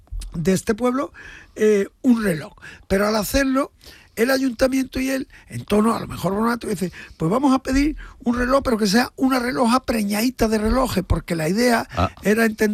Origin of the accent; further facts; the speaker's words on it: Pilas, Andalusia, Spain; born there; el de Pilas, que es mi pueblo